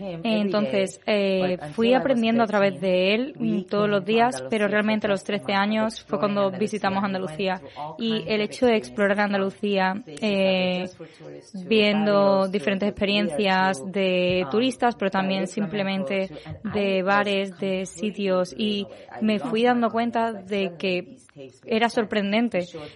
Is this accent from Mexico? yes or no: no; Iran; now in Spain; cuando me fui de Irán, esta casete de hecho estaban destrozados de todo lo que había escuchado y ahí empecé a bailar y luego a cantar y aquí es donde he terminado